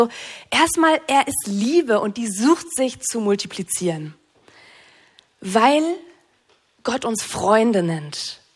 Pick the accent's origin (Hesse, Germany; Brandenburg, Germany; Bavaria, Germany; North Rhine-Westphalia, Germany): North Rhine-Westphalia, Germany; Ich komme aus NRW.